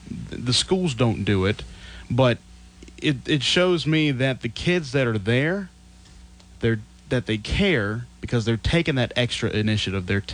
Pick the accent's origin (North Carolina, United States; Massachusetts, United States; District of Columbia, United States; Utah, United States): North Carolina, United States; And I saw this growing up in Northwestern North Carolina went up in public school.